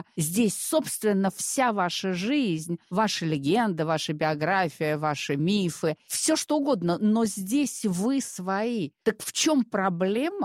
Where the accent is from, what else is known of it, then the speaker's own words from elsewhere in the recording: Russia; also born or lived in France; я ровно год как вернулась из Франции в родной город